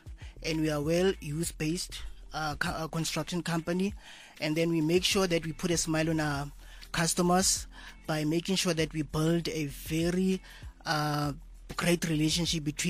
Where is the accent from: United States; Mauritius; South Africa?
South Africa; Northern Cape; I'm from Pusmansburg